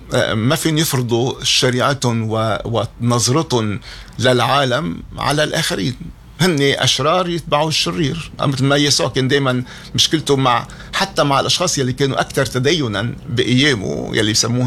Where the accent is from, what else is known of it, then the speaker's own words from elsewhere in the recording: Lebanon; كلبنانيين